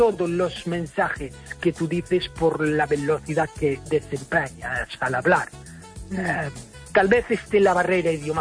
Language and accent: Spanish; Ireland; Spanish is a second language; Yo soy irlandés y te prometo que cuando hablo en inglés hablo bastante más rápido que cuando hablo en español, porque obviamente mi español no es, no es tan fluido como mi inglés.